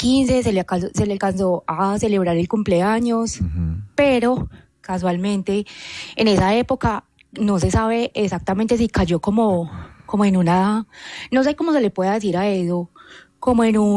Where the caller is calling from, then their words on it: Pereira, Risaralda, Colombia; saludos desde aquí, desde Pereira.